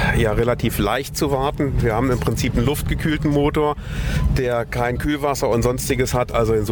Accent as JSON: {"language": "German", "town": "Kassel", "region": "Hesse", "country": "Germany", "tie": "born there", "said": "Ich muss sagen, ich bin in Kassel geboren, die Strecke kannte ich auch nicht."}